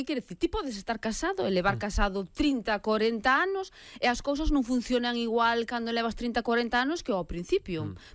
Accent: Galicia, Spain; E nos como galegos temos que ter ese sentimento porque, o que máis ou que menos, ten un familiar emigrado.

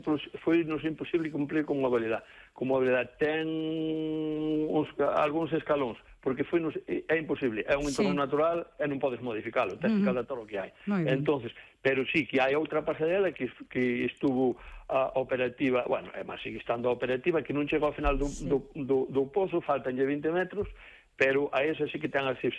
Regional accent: Ézaro, Galicia, Spain; eu son o alcalde de Dumbría, pero son nativo do Ézaro. Eu vivín a miña xuventú ali no Ézaro, eu vivín a miña xuventú ali na desembocadura da cascada.

